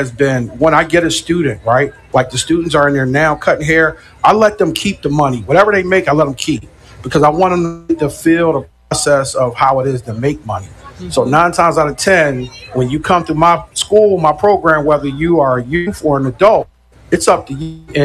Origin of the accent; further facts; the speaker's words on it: Philadelphia, Pennsylvania, United States; I grew up in Mount Airy.